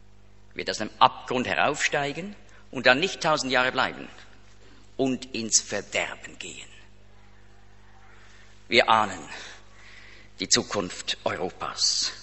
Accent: Switzerland; Er ist ja auch in der Schweiz, da ganz nahe, da wo ich aufgewachsen bin, ist er da über die Limmat, da steht noch ein Gedenkstein.

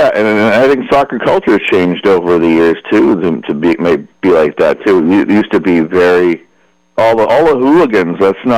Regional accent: United States; I was very, very proud of that as an American.

